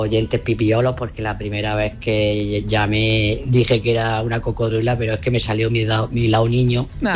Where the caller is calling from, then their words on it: Cieza, Region of Murcia, Spain; de Cieza.